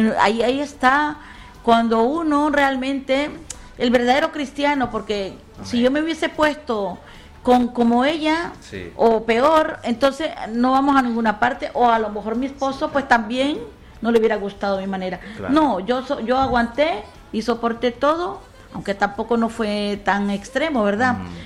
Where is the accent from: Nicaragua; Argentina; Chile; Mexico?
Nicaragua; moved away; Yo soy de Nicaragua.